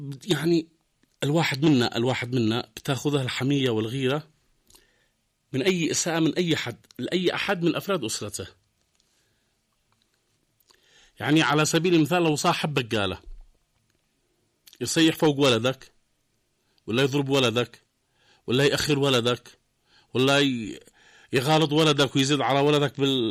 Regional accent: Yemen; اليوم الحاصل عندنا في اليمن

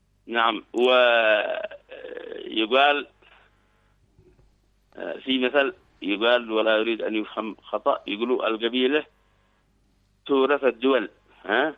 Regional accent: Yemen; ونحن كيمنيين متساوون على أرض اليمن

